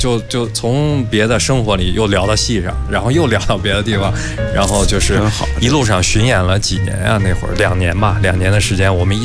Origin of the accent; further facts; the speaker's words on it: Dalian, Liaoning, China; moved away as an adult; 因为我们家是大连的嘛